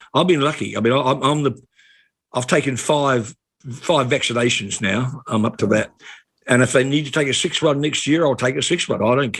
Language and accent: English; New Zealand; moved away; I left school at 15 and got a job on a newspaper, the oldest daily newspaper in New Zealand called the Taranaki Herald.